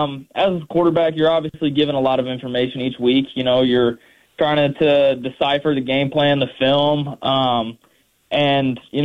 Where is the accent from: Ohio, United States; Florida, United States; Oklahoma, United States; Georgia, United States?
Georgia, United States; growing up in Georgia